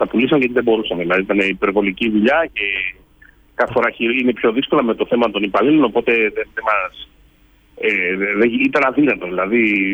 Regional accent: Greece; moved away as an adult; now in Spain; Από το 97 εγώ έφυγα από Ελλάδα και πήγα στην Ισπανία και άνοιξα το πρώτο ταβέρνα στην Ισπανία.

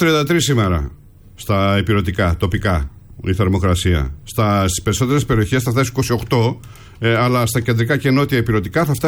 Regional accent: Athens, Attica, Greece; Το όνομά της στην οδό Βαλτετσίου, στην οποία μεγάλωσα, στα Εξάρχεια.

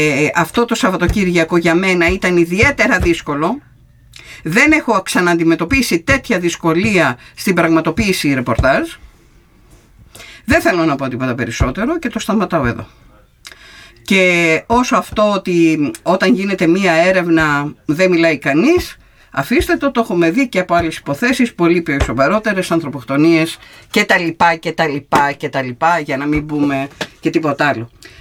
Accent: Kalamoti, North Aegean, Greece; σε ένα άλλο χωριό που μεγάλωσα στην Καλαμωτή της Χίου

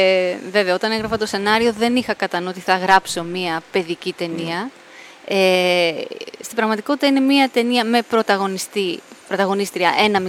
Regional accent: Agrinio, Western Greece, Greece; born there

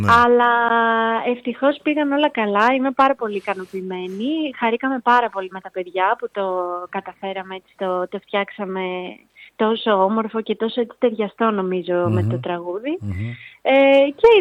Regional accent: Ano Kastritsi, Western Greece, Greece; το Άνω Καστρίτσι, να πω ότι είναι το χωριό μου, είναι η μαμά μου από εκεί

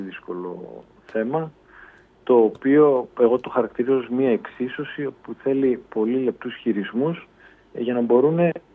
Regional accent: Thessaloniki, Central Macedonia, Greece; είμαι 36 χρονών και μεγάλωσα σε μια πόλη με λαμαρίνες

